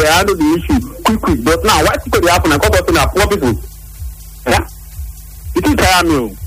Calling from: Nigeria

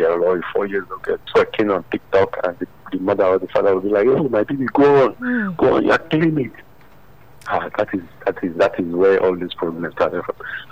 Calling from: Nigeria; I'm calling from Kola.

